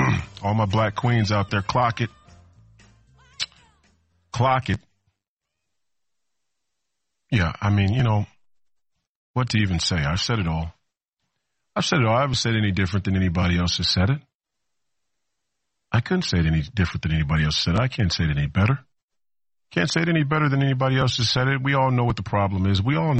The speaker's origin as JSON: {"language": "English", "country": "United States", "said": "This is America, and I'm an American citizen"}